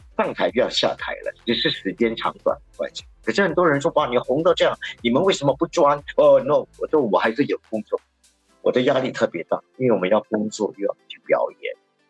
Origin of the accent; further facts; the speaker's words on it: Singapore; 你知道我们新加坡人吃在富靠达吃东西以后